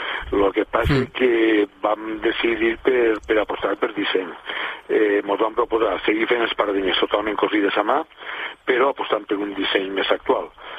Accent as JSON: {"language": "Catalan", "town": "Castellón", "region": "Valencian Community", "country": "Spain", "tie": "born or raised there", "moved": "as an adult", "lives_now": "La Mata, Spain", "said": "Jo em vaig criar a Castelló i als 23 anys vaig inaugurar a la Mata"}